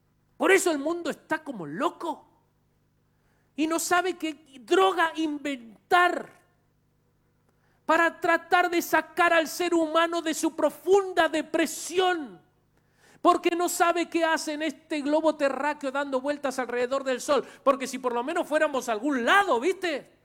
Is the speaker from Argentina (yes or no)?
yes; Quilmes, Buenos Aires Province, Argentina; born there; somos cuatro hermanos nosotros, nacimos todos en Quilmes